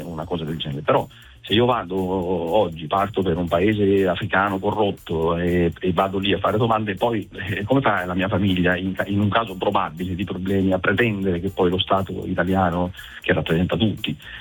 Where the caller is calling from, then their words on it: Senigallia, Marche, Italy; Chiamo da Senigallia, Ancona.